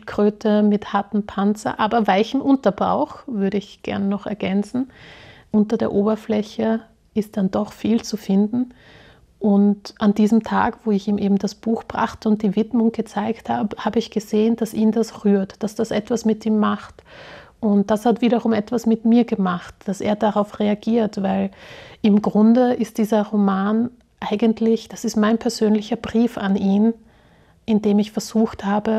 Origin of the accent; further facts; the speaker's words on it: Slovakia; Es hat mir aber auch geholfen, mein Herkunftsland, die Slowak